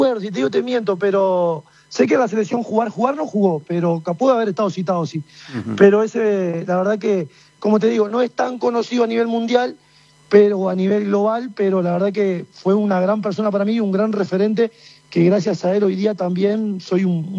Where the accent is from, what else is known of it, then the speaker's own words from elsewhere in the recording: Uruguay; moved away as an adult; now in Paraguay; yo como uruguayo